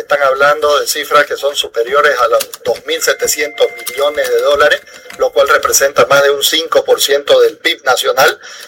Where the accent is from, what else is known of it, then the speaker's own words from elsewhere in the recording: Bolivia; de parte de nosotros como bolivianos.